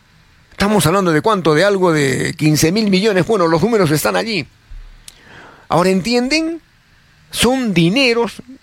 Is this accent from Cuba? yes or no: no; Peru